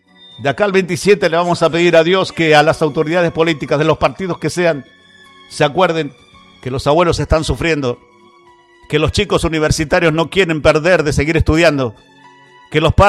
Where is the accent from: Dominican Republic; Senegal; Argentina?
Argentina